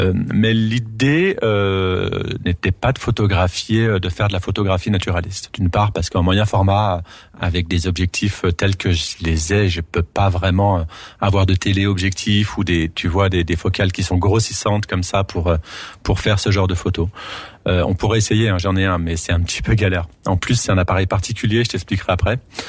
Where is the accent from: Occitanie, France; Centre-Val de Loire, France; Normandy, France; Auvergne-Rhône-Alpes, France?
Auvergne-Rhône-Alpes, France; je suis alpin, je suis savoyard